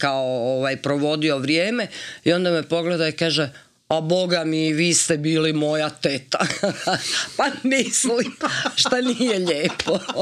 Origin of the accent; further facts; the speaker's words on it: Slavonia, Croatia; ja sam inače Slavonka